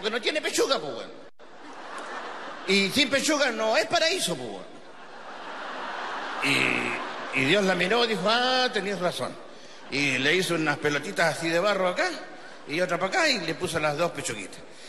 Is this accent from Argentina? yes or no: yes; Patagonia, Argentina; yo soy de allá de la Patagonia, donde hace tanto frío, la temperatura en el frío baja a los 10 grados bajo cero